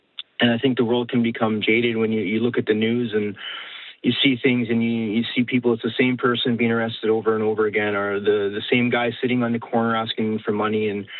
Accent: Winkler, Manitoba, Canada; I'm from Winkler

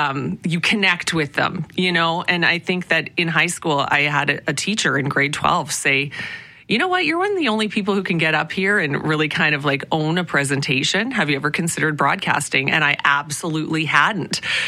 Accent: Prince Albert, Saskatchewan, Canada; moved away; I was born in Prince Albert, Saskatchewan.

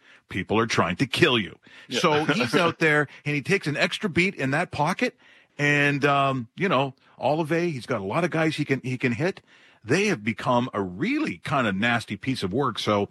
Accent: Ireland; I'm Irish, so swearing's an art form.

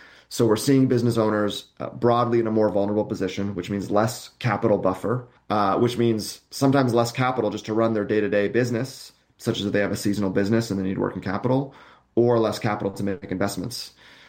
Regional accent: Canada; as a Canadian

